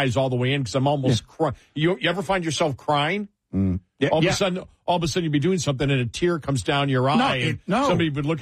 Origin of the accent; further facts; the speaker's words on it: New York, United States; now in Texas, United States; when I grew up in Western New York, would hit from basically middle of August till the first, the first freeze.